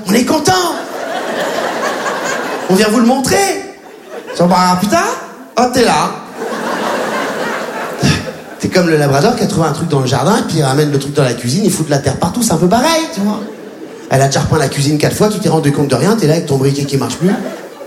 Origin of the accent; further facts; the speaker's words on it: Réunion, France; moved away; quand j'étais gamin, mes ennemis à La Réunion, c'était les surfeurs.